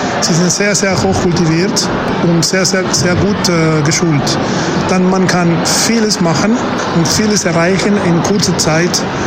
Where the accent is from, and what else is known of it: Argentina; German is a second language; now in France